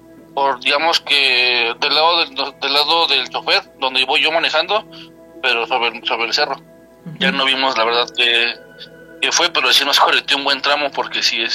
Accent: Saltillo, Coahuila, Mexico; yo soy de Saltillo, Coahuila. Yo viví mucho tiempo allá en Coahuila.

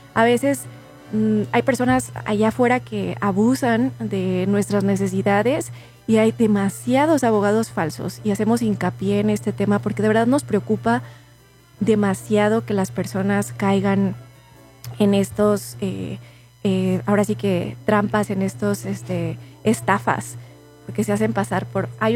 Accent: Mexico; Es un derecho que tenemos como ciudadanos mexicanos si cumplimos con la mayoría de edad.

